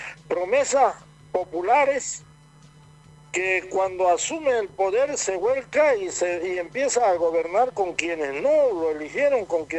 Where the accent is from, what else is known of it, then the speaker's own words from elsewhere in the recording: Bolivia; ¿Y el resto del pueblo acaso no somos bolivianos?